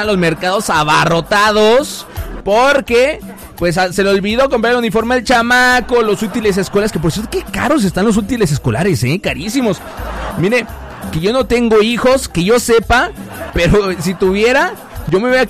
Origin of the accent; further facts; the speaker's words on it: Mexico; a mí me encanta ser mexicano.